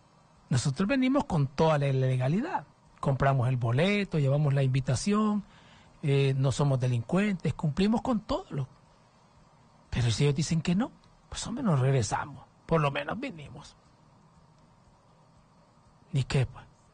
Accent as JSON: {"language": "Spanish", "country": "Honduras", "said": "como hondureño no le van a perdonar"}